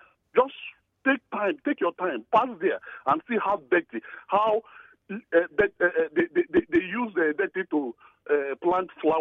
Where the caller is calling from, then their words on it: Rivers, Nigeria; I'm calling from Ilelewon.